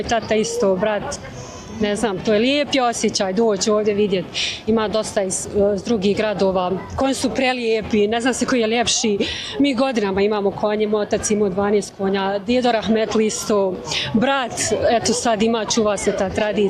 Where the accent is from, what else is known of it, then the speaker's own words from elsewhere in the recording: Turbe, Federation of Bosnia and Herzegovina, Bosnia & Herzegovina; dolazim iz Turbeta